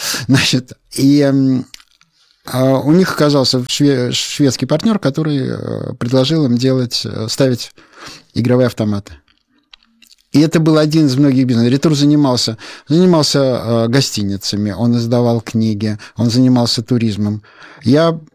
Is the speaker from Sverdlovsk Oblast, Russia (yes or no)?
no; Saint Petersburg, Russia; я как питерский человек, мне, в принципе, нравится рюмочная.